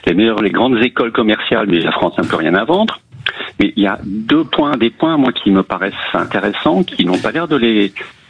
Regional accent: Belgium; Bon, je suis belge, on n'a pas cette... Quoique maintenant, c'est arrivé en Belgique aussi.

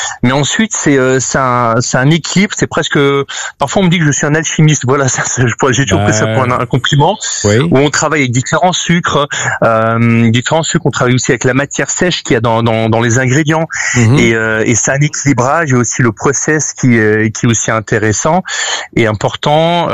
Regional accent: France

